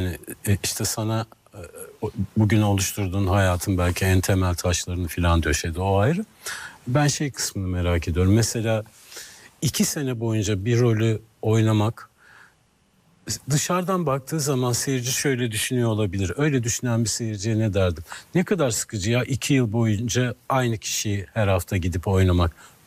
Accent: Ankara, Turkey; Biz Ankaralılar

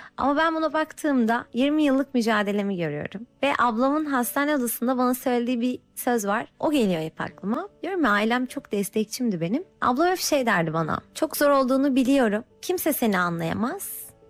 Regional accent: Eskişehir, Turkey; born there; Eskişehir doğumluyum.

